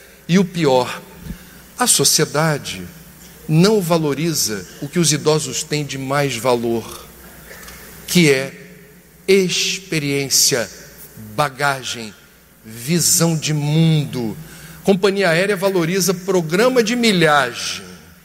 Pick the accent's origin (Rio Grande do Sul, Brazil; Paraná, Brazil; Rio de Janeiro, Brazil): Rio de Janeiro, Brazil; Eu venho do Rio de Janeiro, Copacabana. É o bairro do Brasil com a maior concentração de idosos por metro quadrado.